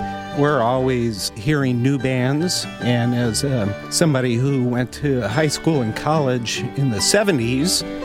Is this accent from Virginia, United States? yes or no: yes; Colonial Beach, Virginia, United States; I'm from Colonial Beach, Virginia.